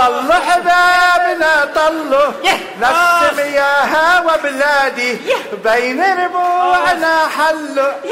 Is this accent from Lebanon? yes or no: yes; Lebanon; انه هي سريلانكية ونحن لبنانية وامريكان.